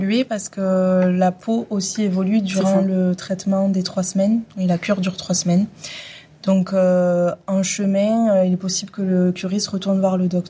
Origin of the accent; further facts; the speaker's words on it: Avène, Occitanie, France; moi, je suis originaire d'Aven. Donc je suis née ici, j'ai grandi ici, et donc j'ai toujours connu la station thermale, les thermes